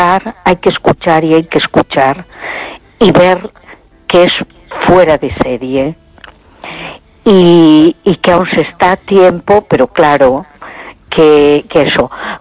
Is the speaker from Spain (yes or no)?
yes; A Coruña, Galicia, Spain